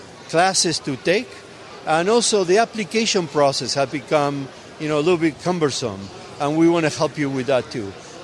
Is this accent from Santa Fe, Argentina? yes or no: yes; Rosario, Santa Fe, Argentina; now in United States; He's from my hometown